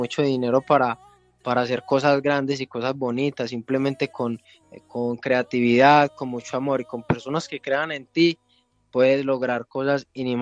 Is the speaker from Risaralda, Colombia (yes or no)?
yes; Pereira, Risaralda, Colombia; now in Medellín, Colombia; yo soy de Pereira. Uh-huh. ¿Sí me entiendes? Yo vivo acá en Medellín y todo, pero pues yo soy de Pereira, toda mi familia está en Pereira